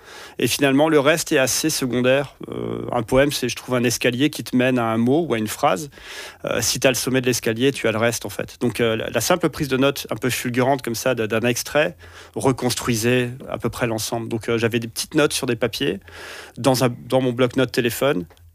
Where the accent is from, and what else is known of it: France; now in Belgium